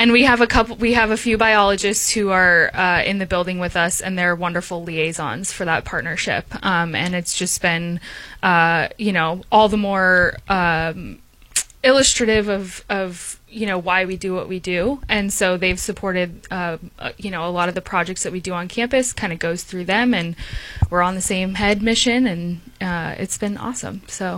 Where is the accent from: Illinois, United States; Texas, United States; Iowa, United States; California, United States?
Texas, United States; San Antonio; moved away as an adult; now in New Smyrna Beach, United States; I am from San Antonio, Texas originally, and I made my way to Florida in 2013 to take on my undergrad career at Rollins College.